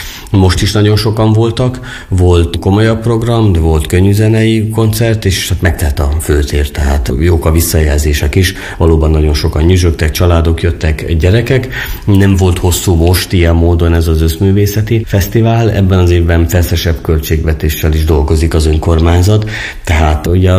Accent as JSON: {"language": "Hungarian", "town": "Széphalom", "region": "Borsod-Abaúj-Zemplén", "country": "Hungary", "said": "ráadásul én Széphalomról jövök"}